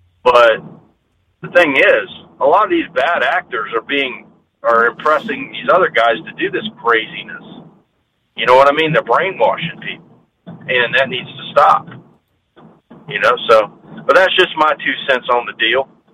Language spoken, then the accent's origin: English; United States; I was born and raised here. I'm an American citizen.